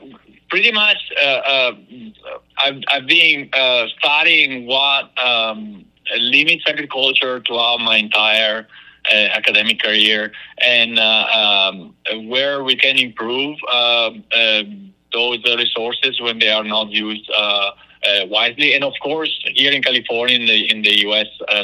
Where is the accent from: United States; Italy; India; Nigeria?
Italy; Northeast Italy; moved away; I'm originally from Italy. I grew up in a family farm in northeast Italy